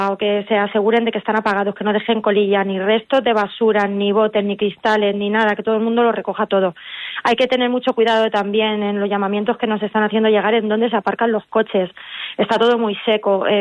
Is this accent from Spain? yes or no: yes; Elche de la Sierra, Castilla-La Mancha, Spain